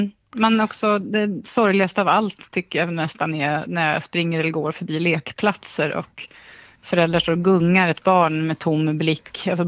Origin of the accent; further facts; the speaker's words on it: Eskilstuna, Södermanland, Sweden; now in Stockholm, Sweden; jag är från Eskilstuna från början, jag flyttade till Stockholm för 30 år sedan. Jag är i Eskilstuna ibland